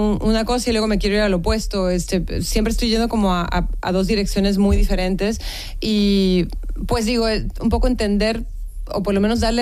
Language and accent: Spanish; Tijuana, Baja California, Mexico; la política, todo lo que se discutía en mi casa era México. Y yo creo que también por eso cuando llegué a la Ciudad de México de visita, pues me di cuenta que yo más bien quería vivir ahí